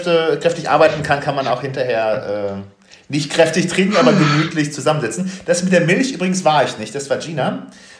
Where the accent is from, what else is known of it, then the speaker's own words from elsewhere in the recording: Rhineland, Germany; ich glaube schon, dass ich das als Rheinländer so ein bisschen auch mitgeprägt habe.